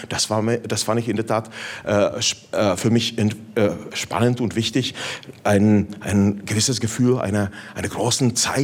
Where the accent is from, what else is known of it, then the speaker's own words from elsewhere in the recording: northeastern Bohemia, Czechia; Also als Tscheche, ich komme eben aus Nordostböhmen, dann spreche ich natürlich ja nicht nur Tschechisch und Deutsch, aber auch einigermaßen sehr, sehr gut Polnisch. Dazu noch kommt das Slowakische.